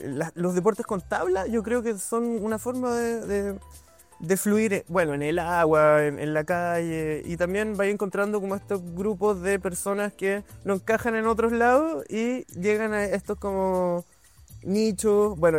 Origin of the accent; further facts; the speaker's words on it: Quillota, Valparaíso, Chile; yo crecí en Quillota, entonces veníamos mucho a andar en skate a Viña